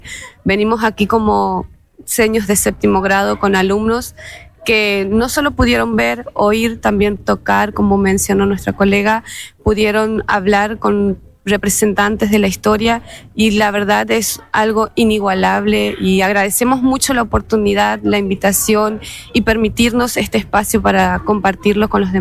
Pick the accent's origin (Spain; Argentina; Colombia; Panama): Argentina; Corrientes; now in Chaco, Argentina; soy correntina, así que trabajamos en Chaco.